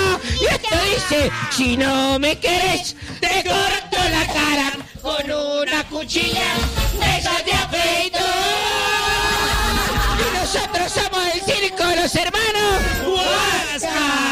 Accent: Arica, Arica y Parinacota, Chile; Mirá que nosotros venimos de un pueblo de Chile que se llama Arica. ¿Vos conocés Arica?

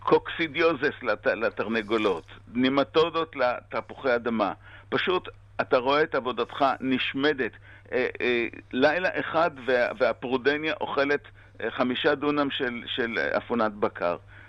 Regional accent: Ein Iron, Haifa District, Israel; now in Tel Aviv, Israel; אני מאוד אוהב לגור בתל אביב. אני תמיד אומר שמי שנולד בעין עירון, כל מה שהוא רוצה זה או לגור בתל אביב או במנהטן.

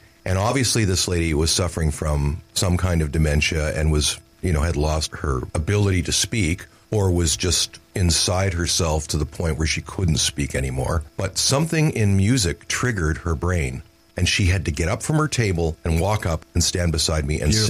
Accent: Toronto, Ontario, Canada; I loved classic rock radio as a teenager growing up in Toronto. I listened to Chum FM and CFNY.

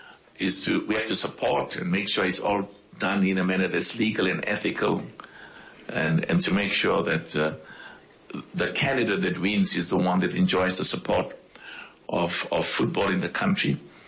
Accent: Orlando, Gauteng, South Africa; born there; So of course I know. I was born in Orlando. So if you were born in Orlando, you had no choice.

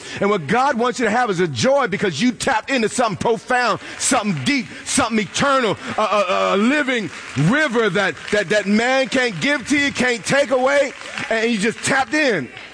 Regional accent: New York, United States; I'm not that Southern. I just like saying root. But I want to say it again. And they had no root. I'm from New York.

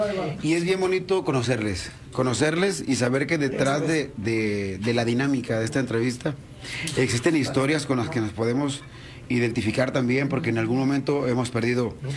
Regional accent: Mexico; Los mexicanos pagamos en especie.

